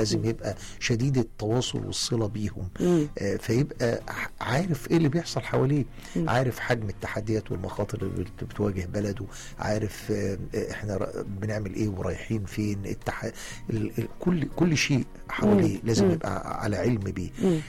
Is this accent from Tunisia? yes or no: no; Egypt; احنا كشعب مصري وعربي بنعشق الحدوتة.